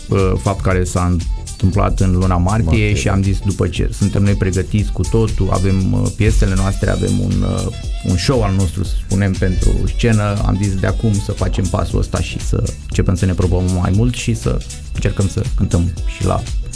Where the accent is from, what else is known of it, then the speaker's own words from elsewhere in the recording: Medgidia, Constanța County, Romania; noi suntem din Megidia, toți, cu toții suntem din Megidia